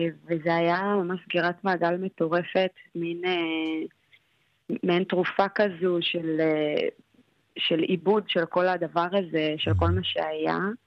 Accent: Netivot, Southern District, Israel; now in Tel Aviv, Israel; אני בת 28, במקור אני מנתיבות, היום אני גרה בתל אביב

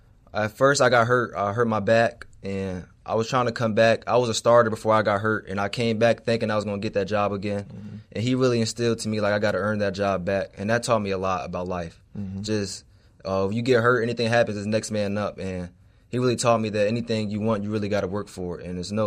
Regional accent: Richmond, Virginia, United States; Well, I'm from Richmond, Virginia. I went to school at Manchester High School, and I grew up in a single household

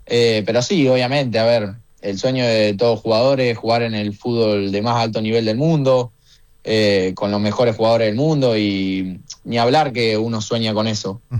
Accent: Rosario, Santa Fe, Argentina; also born or lived in Gualeguaychú, Entre Ríos; soy más rosarino que entrerriano, es la realidad.

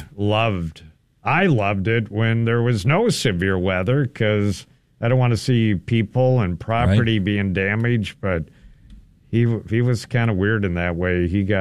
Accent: Minnesota, United States; When I was doing my music out in L.A. too, people there knowing I was from Minnesota

